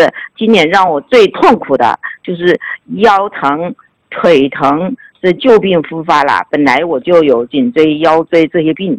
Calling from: Wuhan, Hubei, China; 我是来自湖北武汉的学员。

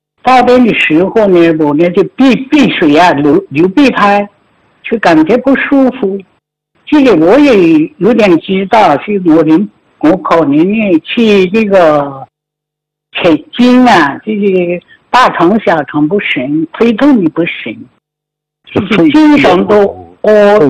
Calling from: Shaoguan, Guangdong, China; 我来自广东韶关，

